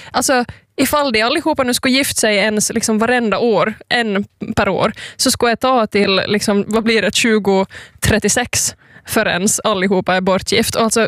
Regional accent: North Ostrobothnia, Finland; moved away; Jag bara är därifrån och vill liksom basonera ut på alla sätt jag kan att jag är från norra Österbotten.

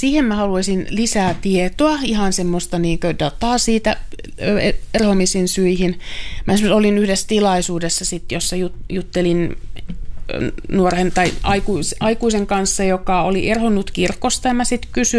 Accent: North Ostrobothnia, Finland; now in Helsinki, Finland; mä oon kotoisin Pohjois-Pohjanmaalta, niin ollaan oltu kirkon jäseniä.

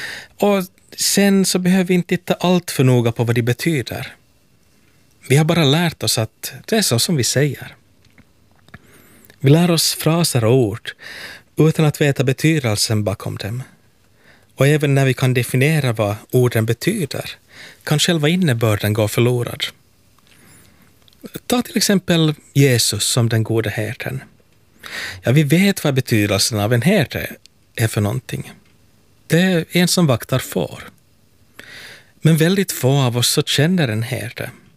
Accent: Helsinki, Uusimaa, Finland; från Helsingfors.

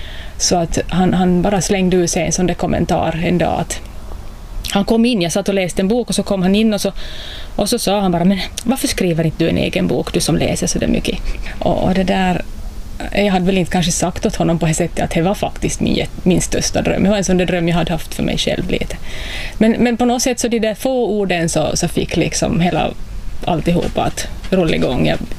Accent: Vaasa, Ostrobothnia, Finland; moved away as an adult; now in Maxmo, Vörå, Finland; jag är född i Sundom. Så där är jag född och uppvuxen. Så ja, jag var Vasabo om jag nu ska säga så, men eller Sundombo, alltså, därifrån jag kommer. Men i 20 år ungefär har jag bott här i Vörå kommun.

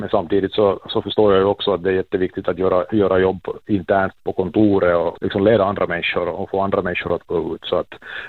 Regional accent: Raseborg, Uusimaa, Finland; moved away; Jag är född och uppvuxen i Raseborg. Och det där, sen har jag bott i och på annan ort och sen har jag flyttat tillbaka. Jag bor och lever mitt liv i Raseborg. Jag har familj här och jag har släktingar här

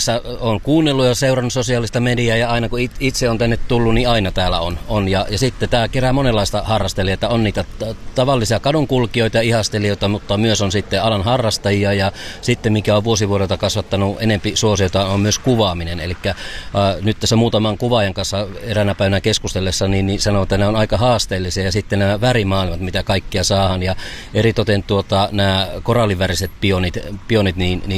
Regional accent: Kotka, Kymenlaakso, Finland; me ollaan kotkalaiset

